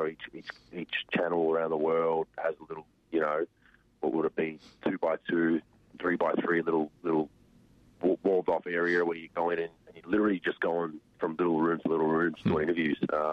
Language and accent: English; Australia; as an Australian